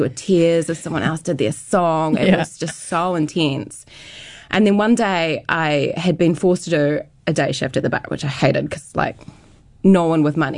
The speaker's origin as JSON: {"language": "English", "town": "Martinborough", "region": "Wellington", "country": "New Zealand", "tie": "born or raised there"}